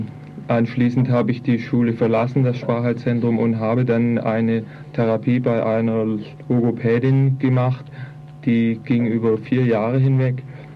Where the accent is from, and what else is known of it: Marburg, Hesse, Germany; born there; now in Stuttgart, Germany